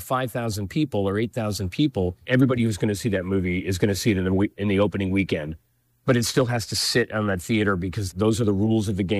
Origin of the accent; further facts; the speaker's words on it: Oregon, United States; also born or lived in Seattle / Washington; I come from Seattle, and we used to have a vibrant art house scene in Seattle. Many of those theaters have closed. I also grew up in small parts of the West, mainly Eastern Oregon and parts of Washington.